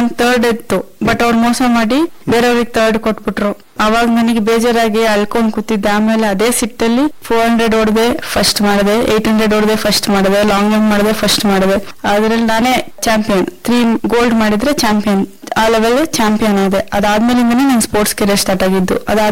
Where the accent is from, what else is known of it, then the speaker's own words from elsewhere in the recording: Bhadravati, Karnataka, India; ಭದ್ರಾವತಿನಲ್ಲಿ, ಇಲ್ಲೇ ನಾನು ಹುಟ್ಟಿದ್ದು ಬೆಳೆದಿದ್ದು ಎಲ್ಲ. ಇಲ್ಲಿ 10th ವರೆಗೂ ಸತ್ಯಸಾಯಿ ಸ್ಕೂಲ್ ಅಲ್ಲಿ ಓದಿದ್ದು.